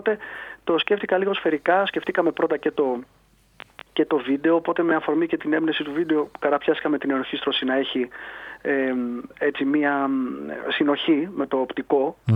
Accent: Volos, Thessaly, Greece; αυτό που θα λέγαμε στα μέρη μου, ξεκινώντας από το Βόλο δηλαδή.

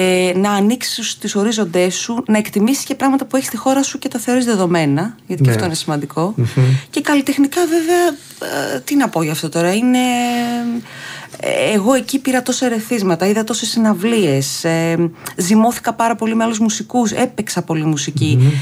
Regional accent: Greece; also born or lived in Belgium; Αρχικά να πω ότι εγώ έχω μεγαλώσει εδώ. Γεννήθηκα στο Βέλγιο, η μητέρα μου στη Θεσσαλονίκη και τα λοιπά.

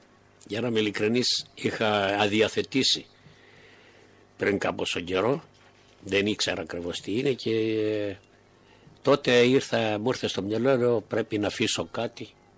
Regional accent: Greece; moved away; η αγάπη για τον τόπο μου με έκαμε να γυρίσω πίσω, να έρθω στον τόπο μου ξανά.

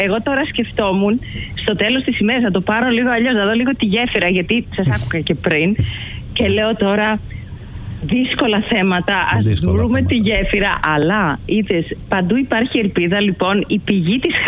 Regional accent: Lefkada, Ionian Islands, Greece; Μα έχουμε τώρα και εμείς στη Λευκάδα

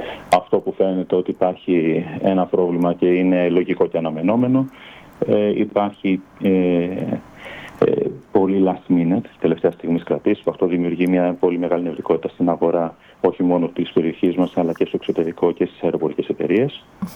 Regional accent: Rhodes, South Aegean, Greece; όσοι είμαστε από το Δήμο Καμήρου και Δήμο Ταβίρου

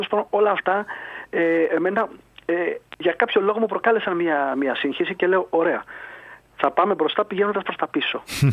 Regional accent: Volos, Thessaly, Greece; Να πούμε ότι αυτό είναι και ένα τραγούδι το οποίο έγινε αυτό που θα λέγαμε στα μέρη μου, ξεκινώντας από το Βόλο δηλαδή.

